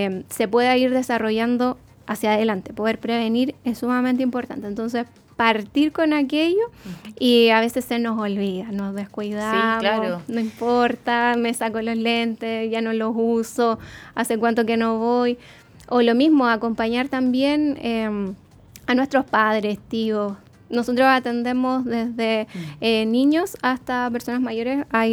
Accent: Concepción, Biobío, Chile; quienes somos de Concepción Penquista

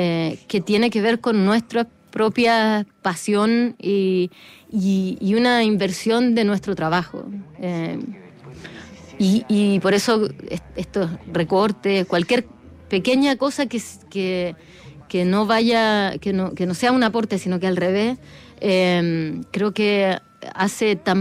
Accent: Chile; nos ayuda a observarnos como chilenos

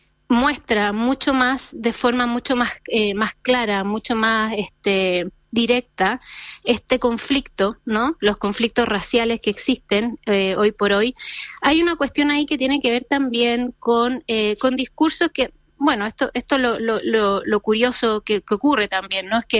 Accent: Chile

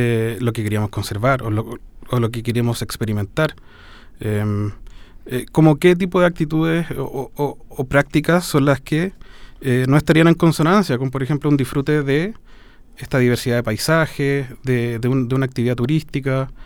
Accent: Chile; como chileno, la cordillera, para mí, que es algo que viene desde el propio paisaje.

